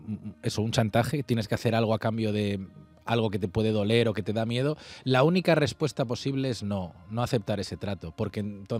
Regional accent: Galicia, Spain; now in Madrid, Spain; Estoy muy orgulloso de ser gallego y de mi tierra. Me gusta mucho. Yo paso los veranos en Galicia, tengo a mi familia allí, a todos mis hermanos, mi madre, mis sobrinos.

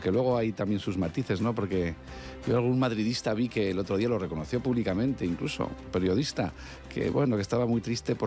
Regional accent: Spain

